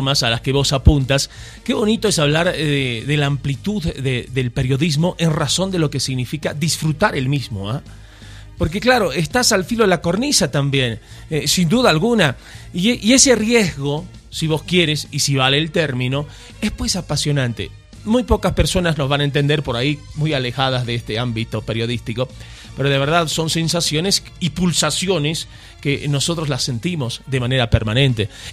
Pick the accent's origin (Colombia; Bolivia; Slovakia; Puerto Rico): Bolivia; born there; somos bolivianos todos, hemos nacido acá